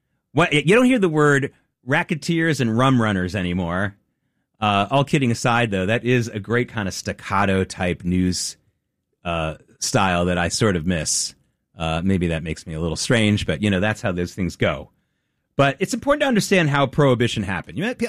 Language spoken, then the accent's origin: English; the South, United States; I grew up in the South as a very proud Jewish young man.